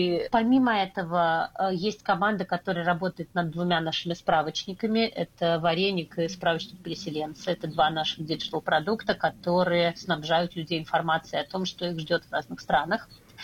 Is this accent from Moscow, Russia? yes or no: yes; Moscow, Russia; first language Russian; moved away; also born or lived in Lviv; я изначально русскоговорящий человек, я родилась и выросла в Москве, но все свое детство я провела во Львове каждое лето у бабушки с дедушкой, то есть для меня украинский язык не звучит сложно. Я не говорю, но я, конечно, понимаю обращенную речь.